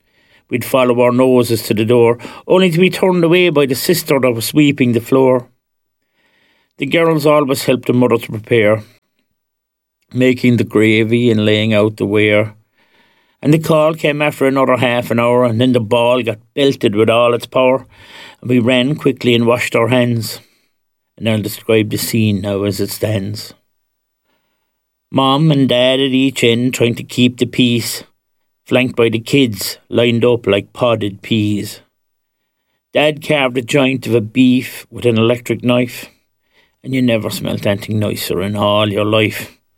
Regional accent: Ireland; Growing up in Ireland in the 70s

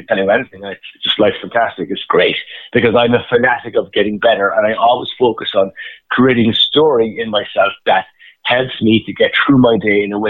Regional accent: Ireland; But I'm an Irish person, very passionate about Ireland

